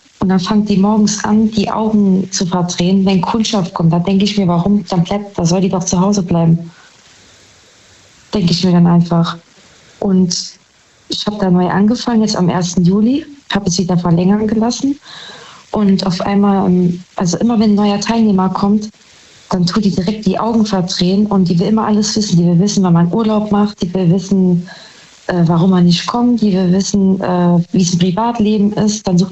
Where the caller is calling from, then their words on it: Saarbrücken, Saarland, Germany; Saarbrücken.